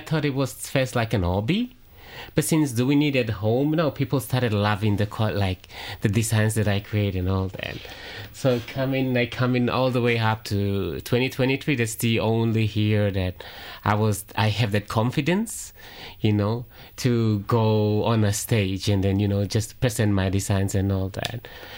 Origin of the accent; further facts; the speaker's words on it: Central Province, Papua New Guinea; I am from Central, so I am mixed Motuen and Motu Koitabu. Dad is a Motuen from Hula, and a mom is Central from Motu Koitabu. Dad is also Motu Koitabuen also.